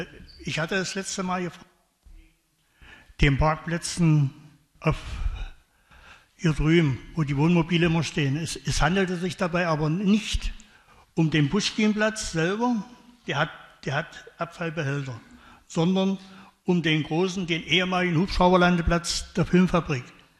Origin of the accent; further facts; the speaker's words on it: Wolfen, Saxony-Anhalt, Germany; ich komme aus Wolfen, die Pappelgasse 7.